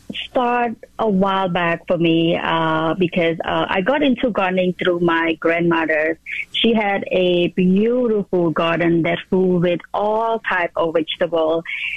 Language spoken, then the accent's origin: English; Cambodia; English is a second language; moved away; Because I grew up in Cambodia, we're in the Southeast Asia.